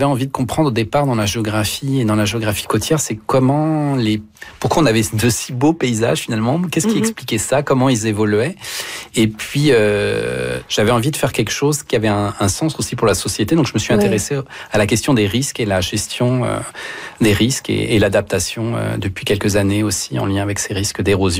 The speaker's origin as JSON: {"language": "French", "region": "Hauts-de-France", "country": "France", "tie": "born or raised there", "moved": "as an adult", "lives_now": "Rimouski, Canada", "said": "Moi, j'ai grandi dans au nord de Paris, mais c'est en Picardie, en fait."}